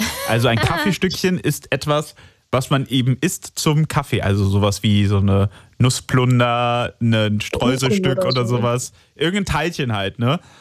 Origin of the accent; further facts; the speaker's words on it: Rhineland-Palatinate, Germany; bei uns haben wir nämlich keine Hexen in Rheinland-Pfalz.